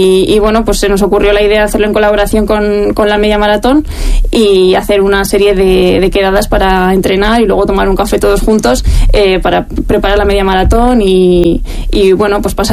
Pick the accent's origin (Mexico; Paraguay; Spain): Spain; Burgos, Castile and León